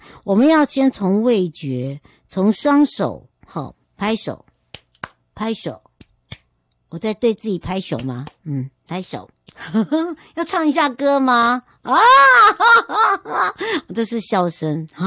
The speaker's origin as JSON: {"language": "Chinese", "area": "Huadong Rift Valley", "region": "Hualien County", "country": "Taiwan", "tie": "born or raised there", "moved": "yes", "said": "回到我的故乡花东纵谷花莲，我会在罗山等大家"}